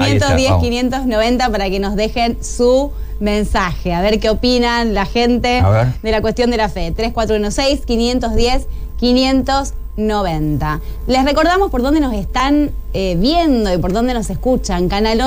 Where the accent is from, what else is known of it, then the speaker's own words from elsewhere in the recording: Argentina; somos argentinos